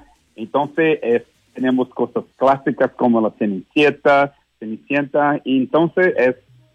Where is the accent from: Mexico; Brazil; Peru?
Brazil; moved away; yo soy patinador de Brasil, empecé a trabajar en la compañía en 94